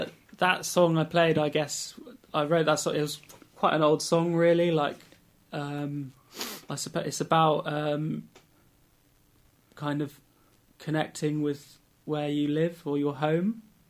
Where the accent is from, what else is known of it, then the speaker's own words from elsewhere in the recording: South West England, United Kingdom; also born or lived in Bristol; now in Frome, United Kingdom; I grew up in Cornwall